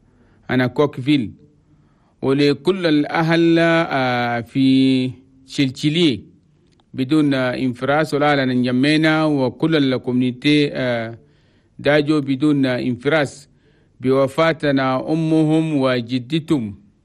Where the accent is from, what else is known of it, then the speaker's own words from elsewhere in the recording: Chad; أنا بلدنا تشاد بلد توماي كابيت